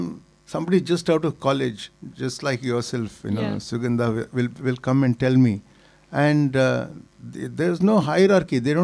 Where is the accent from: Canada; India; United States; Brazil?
India; South India; because I'm South Indian, and you know, if somebody touches the feet, you feel uncomfortable.